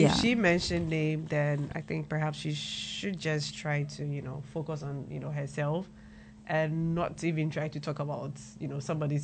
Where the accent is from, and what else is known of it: Ghana